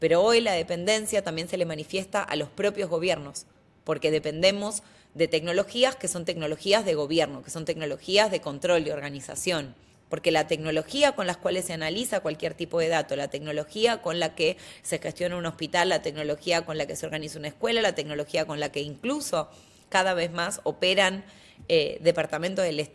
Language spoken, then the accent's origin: Spanish; Argentina; now in London, United Kingdom; Argentina, de donde yo vengo